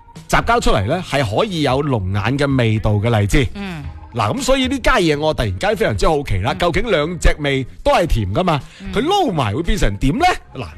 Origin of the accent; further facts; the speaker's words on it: Guangdong, China; 我哋广东人